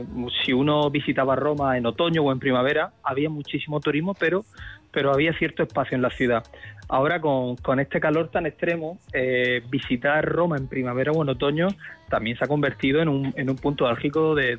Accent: Murcia, Region of Murcia, Spain; now in Seville, Spain; no soy de Sevilla, pero vivo en Sevilla, soy de Murcia.

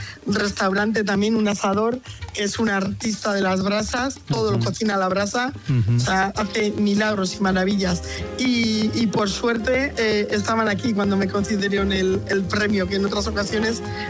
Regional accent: Bilbao, Basque Country, Spain; now in Cantabria, Spain; venimos del mismo barrio de Bilbao, porque nosotros somos de Recalde, de Bilbao.

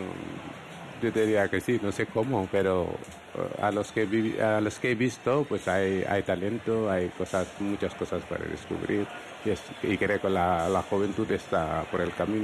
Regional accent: Senegal; moved away as an adult; now in Spain; lo que traigo de Senegal, lo sé, mi cultura y eso

